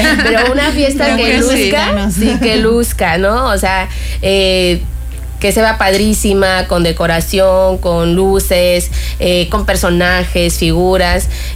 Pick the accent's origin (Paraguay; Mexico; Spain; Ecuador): Mexico